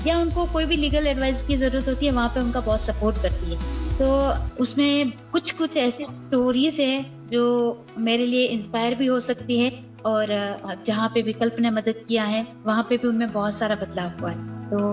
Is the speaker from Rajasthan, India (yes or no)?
yes; Udaipur, Rajasthan, India; और मैं उदयपुर से बिलोंग करती हूँ।